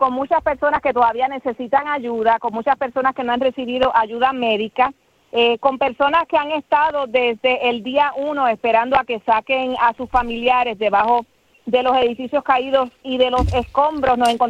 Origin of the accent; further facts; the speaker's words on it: Puerto Rico; americanos que estamos aquí somos nosotros los puertorriqueños, el Colegio de Médicos de Puerto Rico.